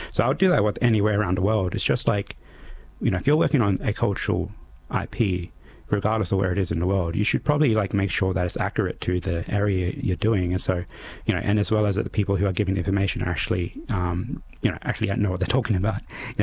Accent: Central Australia, Australia; I'm from Central Australia. So every time I worked down in Adelaide, right, like, you know, I was a guest.

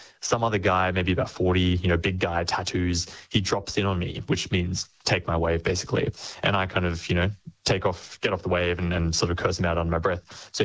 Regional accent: Byron Bay, New South Wales, Australia; So I grew up in Byron Bay. So, you know, surfing every day before school, pretty much just a massive, huge part of my life growing up.

